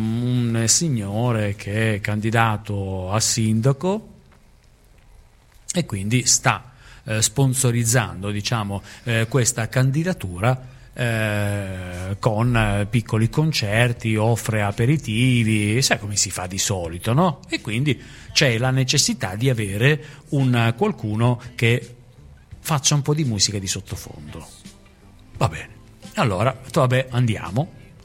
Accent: Gioiosa Ionica, Calabria, Italy; born there; now in Turin, Italy; Al mio paese. Che, ripetimi? Gioiosa Ionica

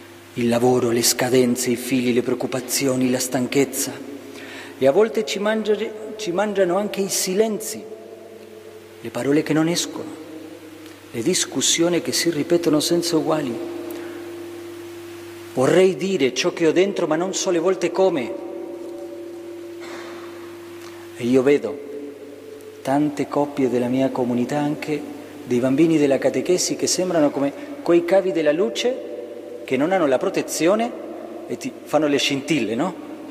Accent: Argentina; moved away; 2 messicani, 2 spagnoli e io argentino.

